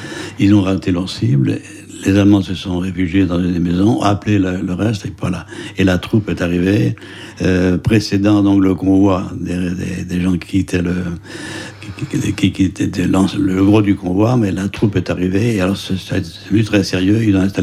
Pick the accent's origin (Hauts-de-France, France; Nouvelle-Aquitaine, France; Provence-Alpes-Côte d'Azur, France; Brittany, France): Brittany, France; Douarnenez; Je suis arrêté, sans aucun mérite de ma part, à Poule-David, dans mon village natal, Poule-David-sur-Mer